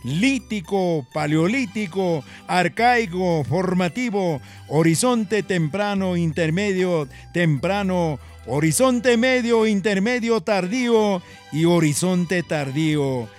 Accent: Huaraz, Ancash, Peru; eso es nuestra ciudad de Huaraz

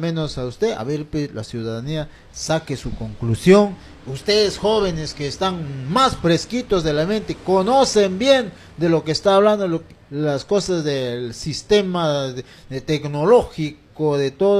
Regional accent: Pichanaki, Junín, Peru; yo soy de Pichanaki

